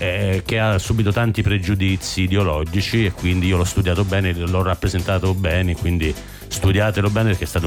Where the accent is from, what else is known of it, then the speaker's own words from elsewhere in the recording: Pomezia, Lazio, Italy; Io sono di Pomezia